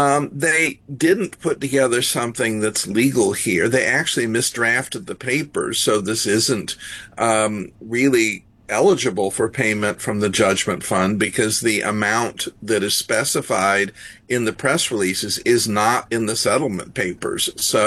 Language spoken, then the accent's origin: English; United States; And I said, well, I'm an American, and at this point, we're pretty corrupt, too.